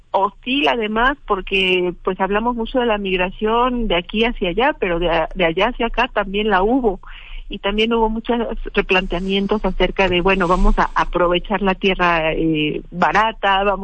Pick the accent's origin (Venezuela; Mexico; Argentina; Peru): Mexico; nosotros como mexicanos